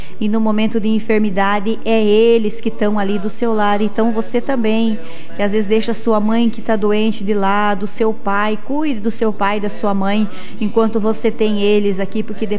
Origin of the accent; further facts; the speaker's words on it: Brazil; crescemos juntos ali em São Pedro Tobias.